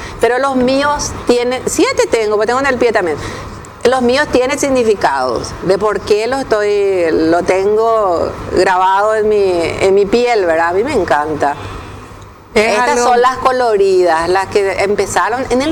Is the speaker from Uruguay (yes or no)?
no; Asunción, Paraguay; yo no soy noruega. Por más de que me gusta un noruego, yo no soy noruega. Yo soy acá de Asunción y sin verano.